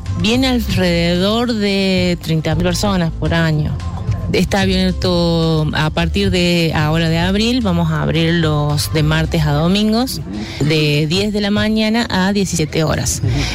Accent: Cura Brochero, Córdoba, Argentina; Bueno, yo crecí, soy nacida aquí en Cura Brochero, yo crecí sabiendo

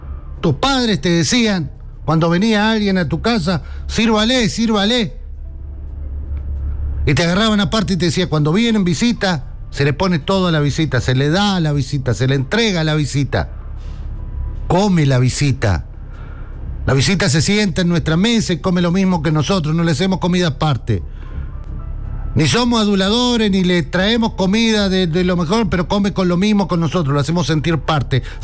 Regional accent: Argentina; Yo quiero seguir siendo el argentino

